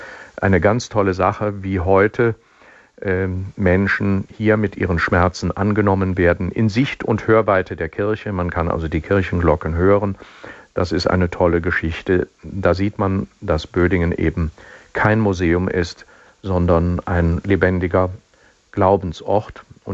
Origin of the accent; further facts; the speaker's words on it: Rhineland, Germany; accent: Rhenish; Ich sage es mal rheinisch, ich bin ja Rheinländer.